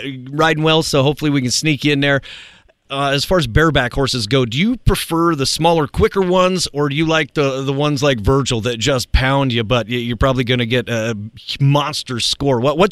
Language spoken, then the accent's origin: English; Montana, United States; That's a hop, skim, and a jump from my hometown.